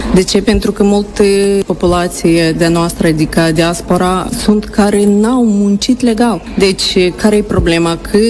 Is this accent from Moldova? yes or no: yes; Cahul, Cahul District, Moldova; now in Spain; sunt originară din Republica Moldova, orașul Cahul, de la sudul Moldovei și sunt stabilită deja mai mult de 25 de ani în Spania.